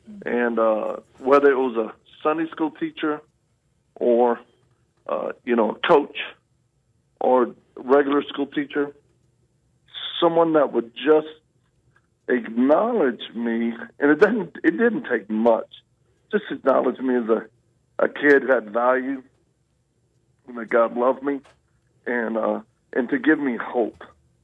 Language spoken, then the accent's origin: English; Louisiana, United States; born there; also born or lived in Mississippi / Texas; Well, I'm a Southern boy. I was born in Louisiana.